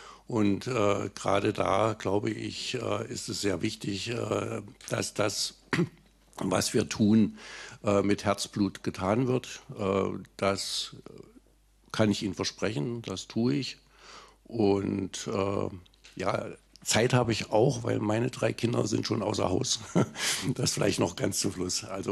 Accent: Bad Dürrenberg, Saxony-Anhalt, Germany; das Lebensalter 61 Jahre alt. Aufgewachsen in Bad Dürnberg

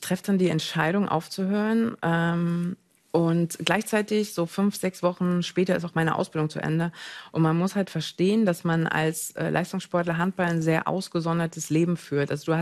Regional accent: East Germany, Germany; Ich komme aus dem Osten. Du bist was, wenn du leistest.

